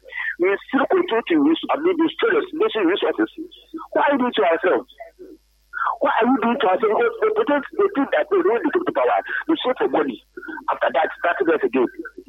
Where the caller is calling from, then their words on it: Ghana; I feel paid as a Ghanaian. I feel as a Ghanaian because I still vote